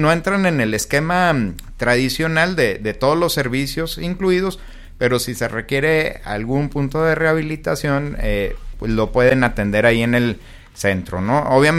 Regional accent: Mexico; una responsabilidad muy muy grande que tenemos como claro, mexicanos

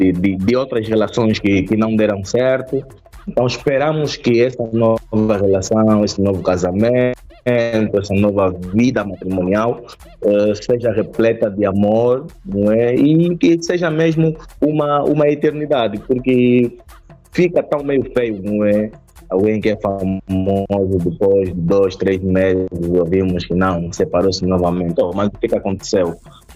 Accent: Angola; o nosso país, que é Angola.

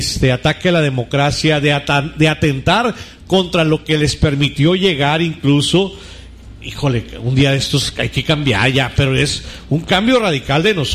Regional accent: Mexico

